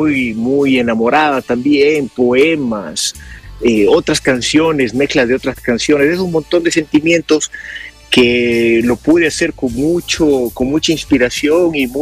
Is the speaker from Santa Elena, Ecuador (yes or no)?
yes; Santa Elena, Ecuador; moved away as an adult; also born or lived in United States; now in Cuenca, Ecuador; crecí en la península de Santa Elena, que hoy es provincia. Fue eso en los 70s, 80s, ahí fue donde que escuchaba la radio ahí romántica, pero yo crecí también con cultura americana.